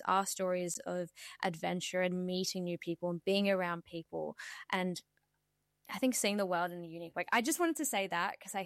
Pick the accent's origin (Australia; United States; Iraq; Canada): Australia; born there; also born or lived in India; I was born in India and then traveled around, moved to Australia when I was quite young. But in saying that, I've lived in Australia longer than I've lived anywhere in the world.